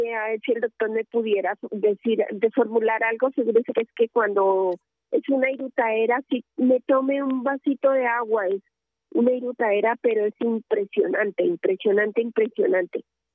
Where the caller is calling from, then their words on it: Bogotá, Colombia; De aquí de Bogotá.